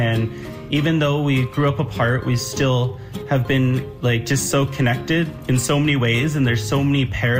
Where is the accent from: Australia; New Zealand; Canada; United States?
Canada; Six Nations of the Grand River Reserve, Ontario; I'm from Six Nations of the Grand River Reserve. I'm Onondaga on my mom's side and Anishinaabe on my dad's side.